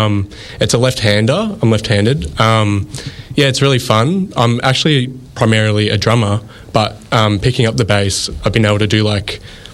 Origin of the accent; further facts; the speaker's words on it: Ocean Grove, Victoria, Australia; I'm the bassist and I'm from Ocean Grove.